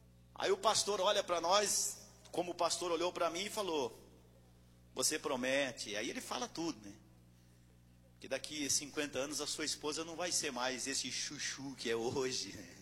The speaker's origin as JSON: {"language": "Portuguese", "region": "São Paulo", "country": "Brazil", "said": "Eu estou em São Paulo, eu sou paulista."}